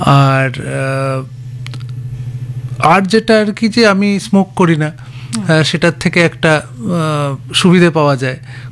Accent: Kolkata, West Bengal, India; moved away as an adult; আমি তো দীর্ঘদিন প্রবাসে ছিলাম, এবার এই প্রবাস থেকে কলকাতা ফিরছি, বাড়িতে থাকব

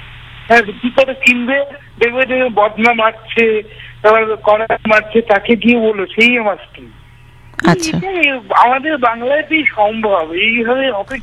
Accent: Murshidabad district, West Bengal, India; born there; আমার গ্রামের বাড়ি মুর্শিদাবাদ, মুর্শিদাবাদ জেলার খড়গাম থানার অন্তর্গত নগর গ্রামে

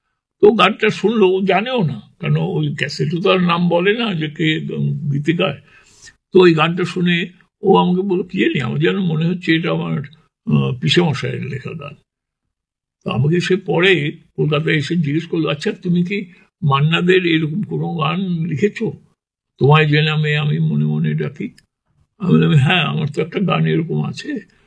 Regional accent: India; তো তখন আমি ইন্ডিয়ান ছাত্র, মানে সানন্দে সাগ্রহে সই করলাম তাড়াতাড়ি করে

